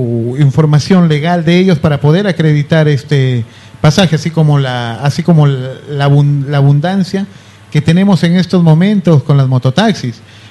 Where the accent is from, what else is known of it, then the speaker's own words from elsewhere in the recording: La Libertad, Peru; now in Otuzco, Peru; soy natural de Lapra